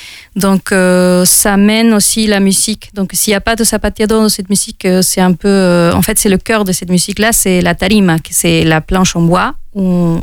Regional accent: Mexico; French is a second language; moved away as an adult; now in France; Et moi, je venais du Mexique, je suis jamais allée dans un autre pays pour vivre, donc c'était la première fois que je quittais mon pays pour m'installer dans un autre pays.

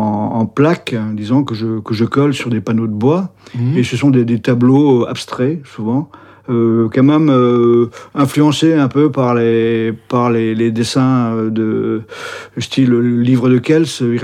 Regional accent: Brittany, France; je suis breton

